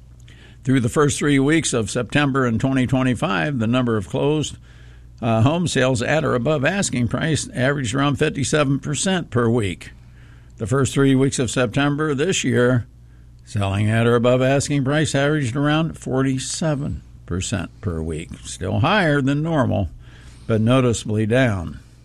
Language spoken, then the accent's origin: English; Ohio, United States; moved away; I grew up in Ohio.